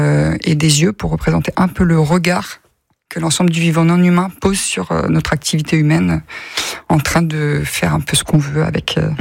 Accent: Rennes, Brittany, France; J'ai grandi à Villejean. Et c'est très bétonné.

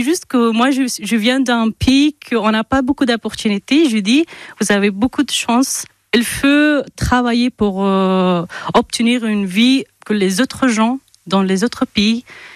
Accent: Afghanistan; moved away as an adult; now in Limoges, France; j'ai 21 ans, je suis afghane, je suis en France depuis 2022 et actuellement je suis étudiante à l'université de Limoges et je fais une licence anglais.

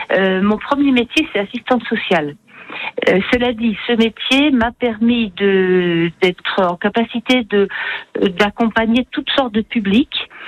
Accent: Dole, Bourgogne-Franche-Comté, France; moi je suis d'Auloise, je suis née à Dole, j'ai grandi à Dole

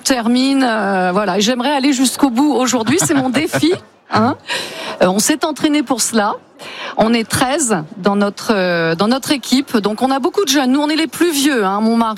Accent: Hauts-de-France, France; Moi, je suis de l'Oise. Voilà, je suis professeur des écoles dans l'Oise.

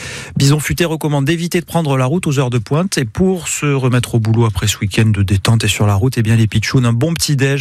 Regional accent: Occitanie, France; Chez nous, en Occitanie

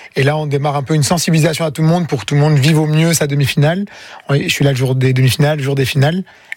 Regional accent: Montpellier, Occitanie, France; Montpellier.

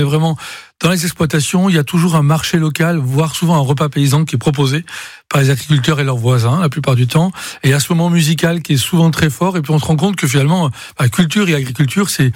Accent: Auvergne-Rhône-Alpes, France; chez nous en Ardèche

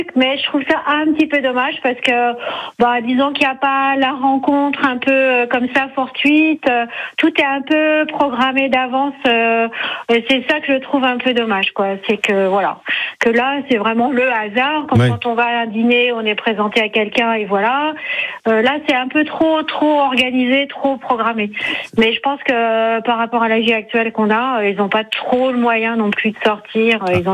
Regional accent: Paris, Île-de-France, France; now in Saint-Loup-sur-Aujon, France; moi, je suis parisienne, hein, je suis à Saint-Loup-sur-Aujon, parce qu'on a une maison là, mais là, là-bas, je suis née à Paris.

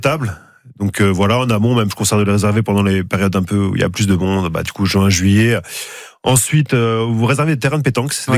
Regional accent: Paris, Île-de-France, France; now in Tours, France; On me dit beaucoup que j'ai un accent, mais pourtant je suis parisien, tourangeau

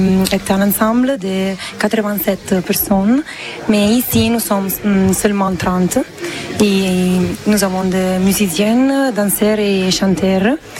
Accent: Minturno, Lazio, Italy; French is a second language; Nous venons d'un pays entre Rome et Naples, mm-hmm. et qui s'appelle Minturno.

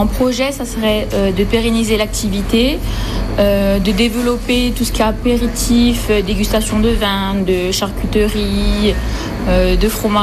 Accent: Pietracorbara, Corsica, France; À la base, je suis de Pitra-Corbar. Je travaille sur Bastia dans un hôtel-restaurant. Ça fait 2 ans que je suis sur Cahanary.

